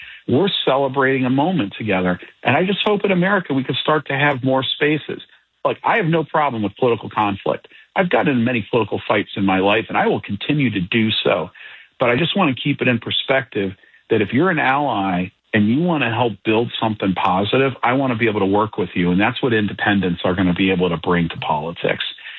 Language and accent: English; Cleveland, Ohio, United States; And I'm a diehard Cleveland Browns fan. Well, I didn't do it by choice. I did it because I come from Cleveland, and I'm so proud of my hometown, because my hometown is what gave my ancestors the American dream.